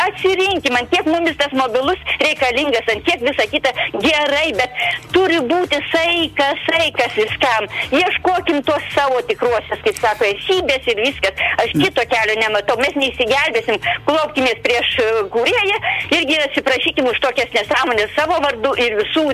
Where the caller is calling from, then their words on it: Samogitia, Lithuania; aš žinokit, jau kaip žemaitė